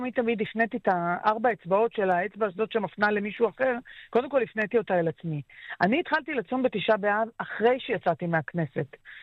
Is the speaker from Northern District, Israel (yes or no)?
no; Tel Aviv, Tel Aviv District, Israel; שגדלתי בתל אביב, בבית חילוני, אגב, עם המון המון סממנים יהודים, אני דור עשירי בארץ ישראל